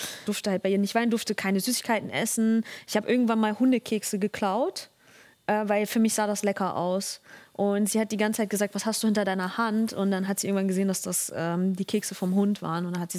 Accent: Germany; born or raised there

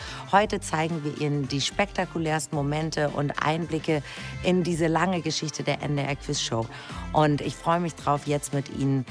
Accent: Hamburg, Germany; Ich komme aus Hamburg. Ich liebe mein Lakritz aus dem Norden.

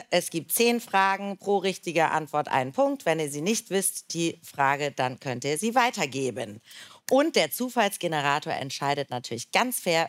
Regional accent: Hamburg, Germany; Ich komme ja aus Hamburg

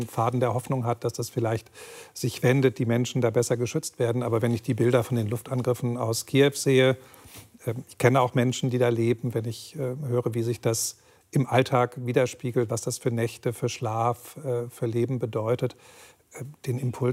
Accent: Solingen, North Rhine-Westphalia, Germany; Ich meine, ich bin in Solingen aufgewachsen, in der Nähe von Düsseldorf

